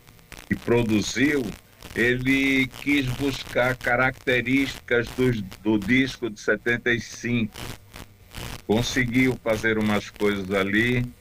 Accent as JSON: {"language": "Portuguese", "region": "Pernambuco", "country": "Brazil", "moved": "yes", "lives_now": "São Paulo, Brazil", "said": "que sou de Pernambuco."}